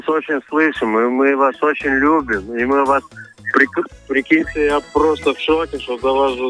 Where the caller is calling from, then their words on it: Lithuania; я сам из Литвы.